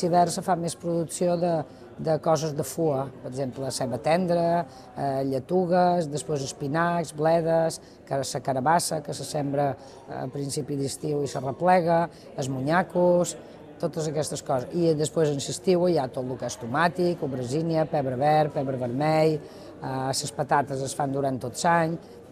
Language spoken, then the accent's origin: Catalan; Mahón, Balearic Islands, Spain; born there; vaig néixer dia 6 de gener de 1960. Vaig néixer a Mahó junt amb un germà.